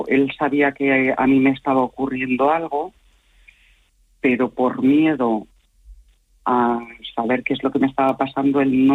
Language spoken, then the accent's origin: Spanish; Madrid, Community of Madrid, Spain; now in Zaragoza, Spain